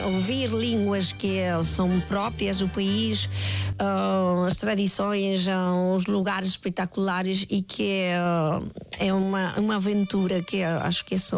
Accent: Mexico; Portuguese is a second language; now in Portugal; Claro que sou mexicana e como muita comida mexicana, e mas também no meu dia a dia é português

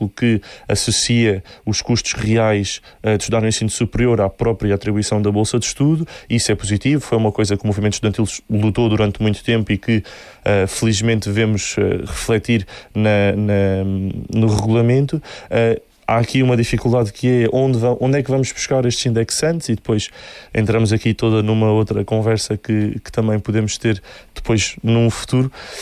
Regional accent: Algarve, Portugal; Isto para nós que somos algarvios e conhecemos bem o nosso território, sabemos que é irreal e que não pode acontecer.

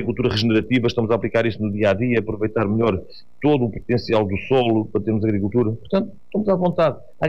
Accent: Portugal; Eu também sou de uma aldeia rural, sou da Barreiral, portanto, de uma aldeia rural, não é sede de freguesia, mas é muito próximo, aqui a 6 km

